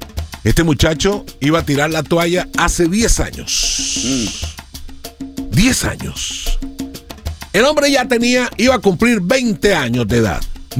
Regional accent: Colombia; now in United States; me voy a Estados Unidos a rebuscarme, como todo colombiano, ¿no? Que venimos aquí

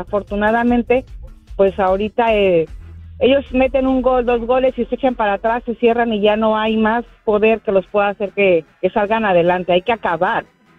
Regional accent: Mexico; now in Bergen, United States; Sí le gana porque yo soy mexicana. Uh-huh. Vivo en Bergen, Illinois

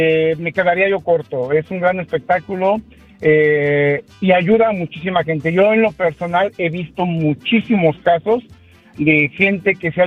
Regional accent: Mexico City, Mexico; also born or lived in Veracruz; En Veracruz, pero me crié en la Ciudad de México.

